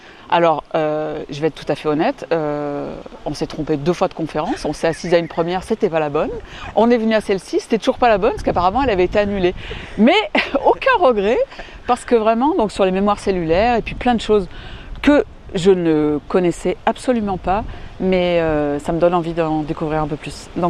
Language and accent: French; Auvergne-Rhône-Alpes, France; donc moi je viens de la Drôme et je suis venue passer le week-end chez mon amie Jamila.